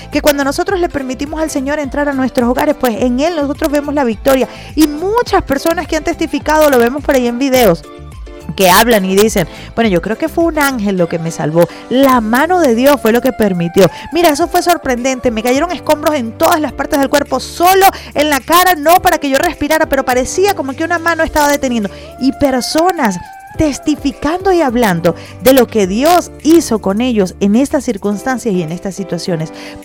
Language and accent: Spanish; Venezuela; tú y yo como venezolanos, como nación